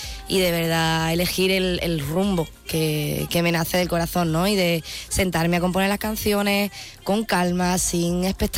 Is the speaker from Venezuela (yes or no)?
no; Punta Umbría, Andalusia, Spain; La gente no sabe que soy de Punta Umbría, de Huelva, hasta que me escucha hablar